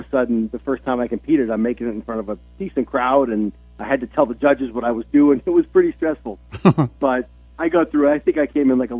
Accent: Nesquehoning, Pennsylvania, United States; now in Pittston, United States; I am from a small little town in northeastern Pennsylvania called Nesquehoning.

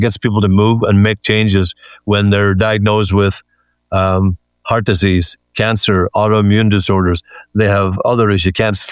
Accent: Ireland; now in California, United States

